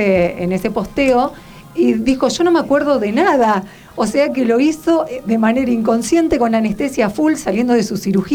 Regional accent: Argentina; Somos argentinos.

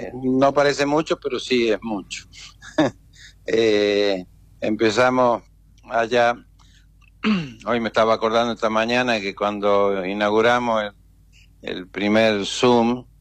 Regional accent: Chilecito, La Rioja, Argentina; born there; Yo soy nacido en Chilecito. Y bueno, siempre me vine ya como médico a trabajar.

